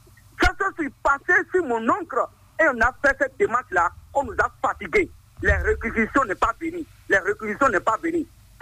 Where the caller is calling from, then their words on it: Benin; Je vous appelle depuis Viguet.